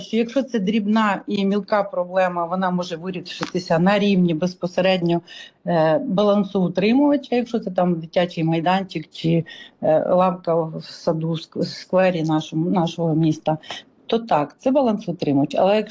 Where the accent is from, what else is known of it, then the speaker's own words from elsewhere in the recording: Kyiv, Ukraine; як пересічні кияни.